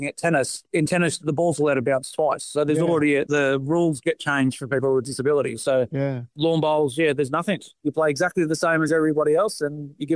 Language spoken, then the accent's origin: English; New South Wales, Australia; I grew up on the Tweed Coast.